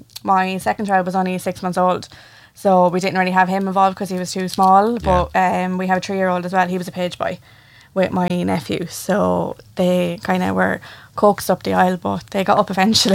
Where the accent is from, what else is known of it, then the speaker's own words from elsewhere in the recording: Athy, Kildare, Ireland; We're from Athy, so we wanted somewhere close to home